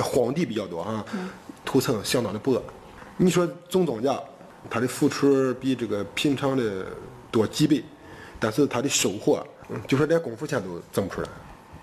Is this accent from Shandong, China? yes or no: yes; Laizhou, Shandong, China; 土生土长的前五关村人